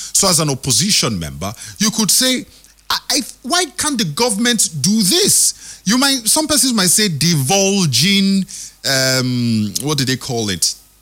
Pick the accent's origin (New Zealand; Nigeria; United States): Nigeria; We are all Nigerians